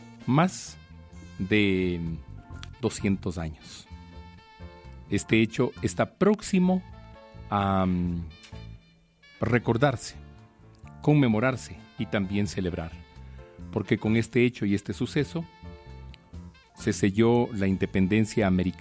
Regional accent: Ecuador; como ecuatorianos y ecuatorianas

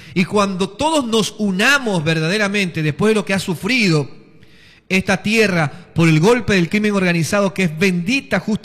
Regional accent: Manta, Manabí, Ecuador; yo soy de Manta

